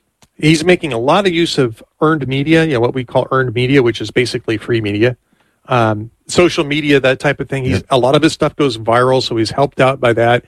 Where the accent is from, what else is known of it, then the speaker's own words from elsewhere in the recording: Los Angeles, California, United States; moved away as an adult; I was born in Los Angeles. Yeah. This is my native area. I lived there for 30 years. And it's changed a lot since I left